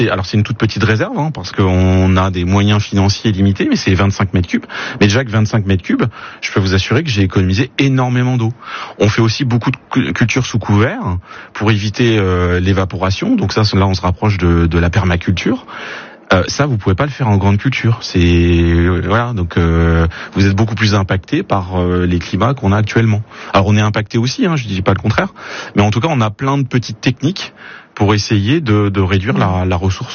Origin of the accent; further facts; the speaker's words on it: Brittany, France; Par exemple, chez moi en Bretagne, il y a des grandes serres où ils font des tomates en culture industrielle.